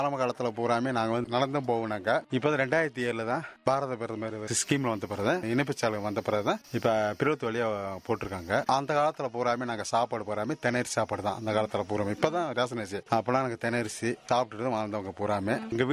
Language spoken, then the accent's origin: Tamil; Agamalai, Tamil Nadu, India; ஆமா, அகமலை தான் சொந்த ஊரு.